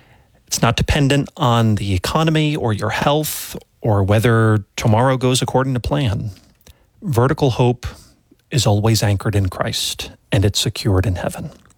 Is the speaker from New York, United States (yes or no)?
yes; New York, United States; You know, I remember years ago, growing up in New York, there was a famous politician